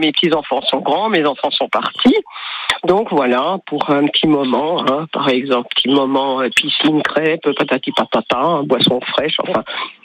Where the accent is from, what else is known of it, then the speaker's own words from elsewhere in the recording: Grand Est, France; born there; also born or lived in Paris / Besançon; À la base de naissance, je suis alsacienne.